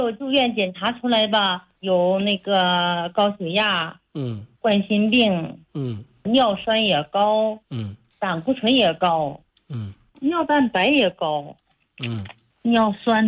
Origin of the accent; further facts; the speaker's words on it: Xinjiang, China; 我是新疆的，盛老师，其实我跟你连线过